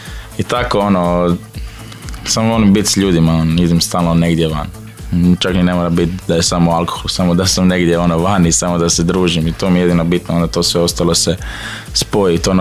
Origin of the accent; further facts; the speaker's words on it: Zagreb, City of Zagreb, Croatia; ja sam kao iz Zagreba, ja isto imam neke korijene dolje